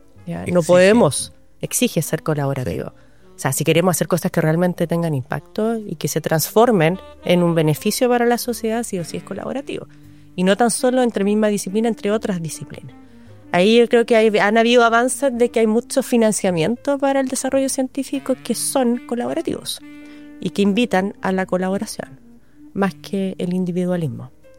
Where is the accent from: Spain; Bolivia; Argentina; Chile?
Chile; Viña del Mar, Valparaíso; O sea, perdón, nací en Viña del Mar. Estuve parte de mi vida en Viña del Mar y después me